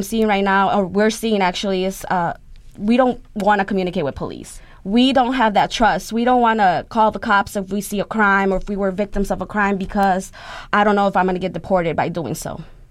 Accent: Chicago, Illinois, United States; also born or lived in Guanajuato, Mexico; I was born in Guanajuato, Mexico. I was brought to Chicago at the age of 2, and I grew up in Pilsen. My parents stopped first in L.A., in California

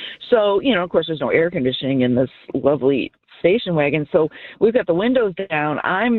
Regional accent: Hammond, Indiana, United States; now in Crown Point, United States; We grew up in Hammond, Indiana

